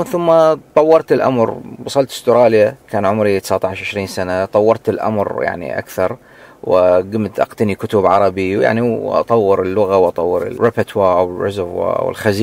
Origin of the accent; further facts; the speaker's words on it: Iraq; moved away as an adult; now in Australia; وانا كبرت وترعرعت اوفرسيس يعني في العراق فترة التسعينات.